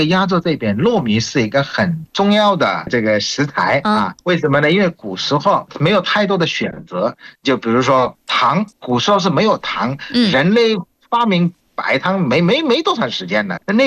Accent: Bangladesh; 我是来自于孟加拉国的

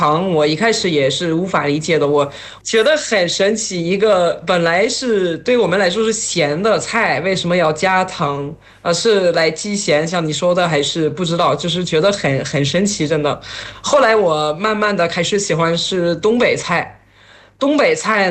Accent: France; Chinese is a second language; now in Shanghai, China; 我作为一个来自我们菜很淡的国家

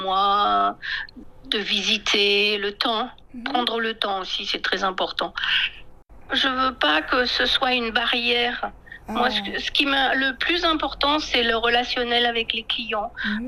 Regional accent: France; now in China; Pourtant, je ne suis pas du tout américaine, je suis française, mais bon, pour eux, ça veut dire étrangers, quoi.

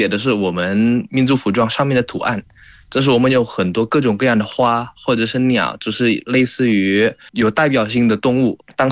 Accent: Indonesia; 比如说，我作为一个印尼人，我不仅可以了解中华文化，但是我也会问，我作为印度尼西亚的代表，印度尼西亚年轻人的代表

